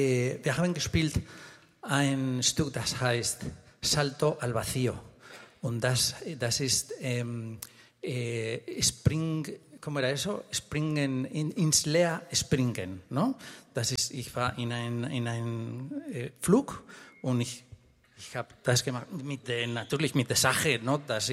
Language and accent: German; Spain; German is a second language; moved away; ich bin aus Spanien, aber ich spreche sehr gut Deutsch.